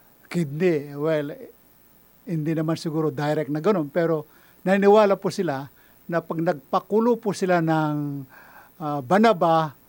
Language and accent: Tagalog; Northern Luzon, Philippines; I'm from Northern Luzon